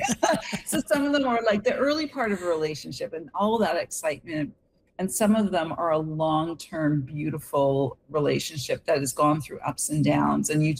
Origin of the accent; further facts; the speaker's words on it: Winnipeg, Manitoba, Canada; moved away; we're both from Winnipeg originally.